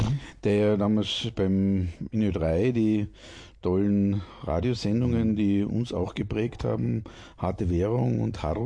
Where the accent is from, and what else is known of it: Austria